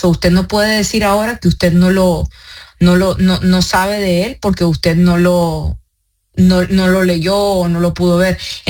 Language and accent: Spanish; Nicaragua; now in Miami, United States; soy abogada americana, igual que nicaragüense, pero cuando yo fui abogada, después de ciertos años de ser abogada en Nicaragua, yo me pude hacer notario, y en mi país, en Nicaragua, solo los notarios te pueden, por ejemplo, casar.